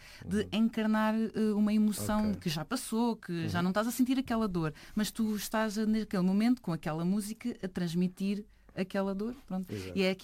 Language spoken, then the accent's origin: Portuguese; Vilar, Lisbon, Portugal; Sou da aldeia do Vilar, no concelho do Cadaval.